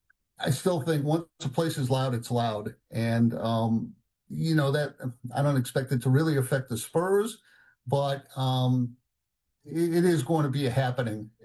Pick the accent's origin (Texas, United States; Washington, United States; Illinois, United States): Illinois, United States; Chicago; now in New York, United States; I'm not a native New Yorker. I grew up in Chicago